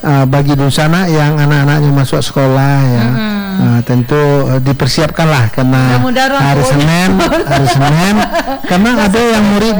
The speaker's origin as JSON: {"language": "Indonesian", "region": "West Sumatra", "country": "Indonesia", "tie": "born or raised there", "said": "Minangkabau itu di kampung gua"}